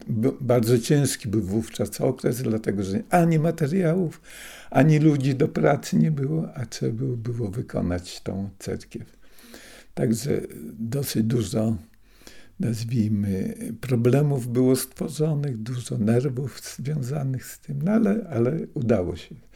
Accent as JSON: {"language": "Polish", "town": "Supraśl", "region": "Podlaskie Voivodeship", "country": "Poland", "tie": "born there", "first_language": "Russian", "second_language": "Polish"}